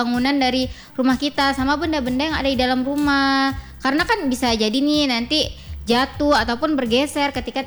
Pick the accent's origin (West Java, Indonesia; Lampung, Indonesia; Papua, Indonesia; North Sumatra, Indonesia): North Sumatra, Indonesia; Nias; di daerah aku di Nias itu tuh daerah yang punya potensi gempanya tuh lumayan besar Kak.